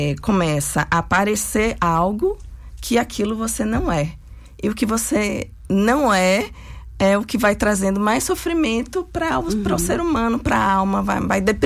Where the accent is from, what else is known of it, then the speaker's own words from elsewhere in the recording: Northeast Region, Brazil; enquanto nordestina mesmo, né? Uma mulher mestiça, sapatão, mãe, tenho filho de 19 anos, psicoterapeuta